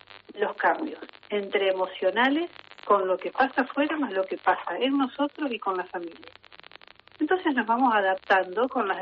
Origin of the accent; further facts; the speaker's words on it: Rosario, Santa Fe, Argentina; Que somos como los porteños, un poquito menos, pero casi tan agrandados como ellos.